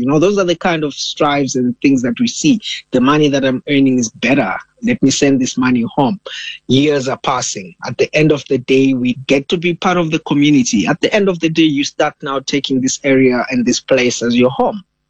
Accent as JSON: {"language": "English", "country": "Malawi", "moved": "yes", "lives_now": "South Africa", "said": "Home is Malawi, and I would never refuse Malawi being my home. As I speak to you right now, Malawi is a very peaceful country. It is a country that is very small."}